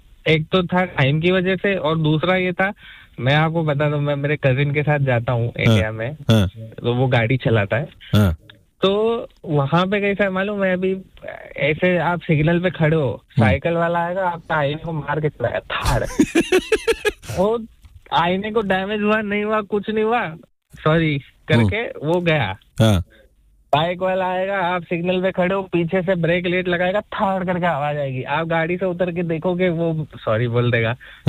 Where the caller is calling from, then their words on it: Mumbai, Maharashtra, India; मैं मेन मुंबई से हूँ, मैं मसगांव एरिया से हूँ